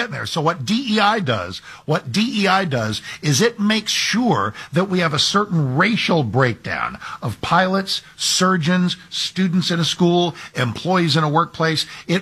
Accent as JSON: {"language": "English", "region": "Texas", "country": "United States", "tie": "born there", "said": "I'm 68. And when I was born in Texas in November 1957"}